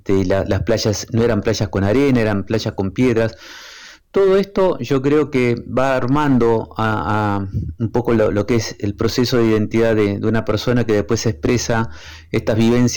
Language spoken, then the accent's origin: Spanish; Epuyén, Patagonia, Argentina; also born or lived in El Bolsón; pasé parte de mi niñez en la Patagonia, en dos lados de la Patagonia, que es la costa este y después lo que es la zona andina. Ahí estuve en Epuyén, en el Bolsón